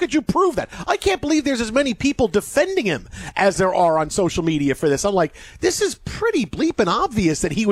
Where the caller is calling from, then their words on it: Sioux Falls, South Dakota, United States; Oh, no. I'm just a golf fan. I'm watching from Sioux Falls.